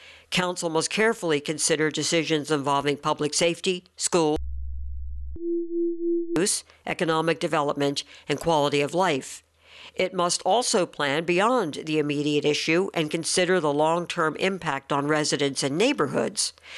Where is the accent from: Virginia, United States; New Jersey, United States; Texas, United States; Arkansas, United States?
Virginia, United States; Suffolk; I was born and raised in Suffolk and graduated from Virginia State University with a degree in political science.